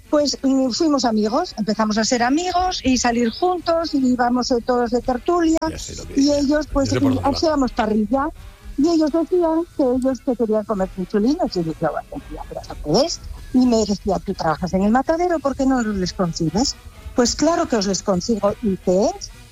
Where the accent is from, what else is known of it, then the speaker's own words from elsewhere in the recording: Pola de Siero, Asturias, Spain; Pues verás, yo trabajé en el Ayuntamiento de Siero, soy de Pola de Siero, en Asturias.